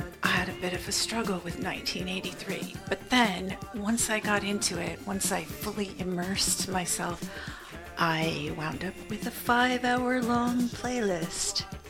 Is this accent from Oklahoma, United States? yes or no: no; California, United States; moved away; I'm from California